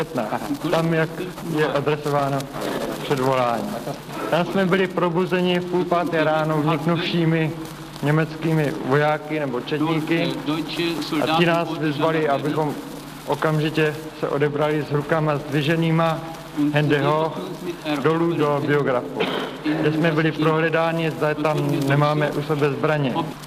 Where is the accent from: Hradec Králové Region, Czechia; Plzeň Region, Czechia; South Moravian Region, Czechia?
Plzeň Region, Czechia; Volevci; born there; Volevci u Plzně.